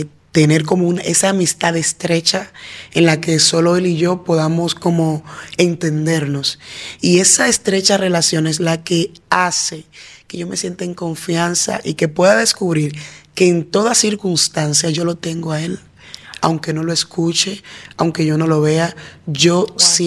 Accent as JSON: {"language": "Spanish", "town": "Villa Altagracia", "region": "San Cristóbal", "country": "Dominican Republic", "tie": "born or raised there", "said": "Una joven que creció en una comunidad de Villa Altagracia, una comunidad batellana, se llama …. Ahí crecí y no es hasta que me casé que salí de la comunidad, aunque vivo en Villa Altagracia, pero ya fuera de mi comunidad."}